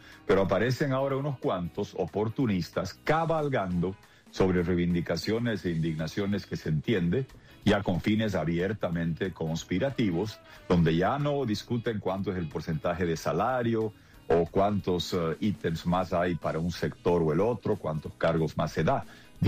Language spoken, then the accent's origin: Spanish; Bolivia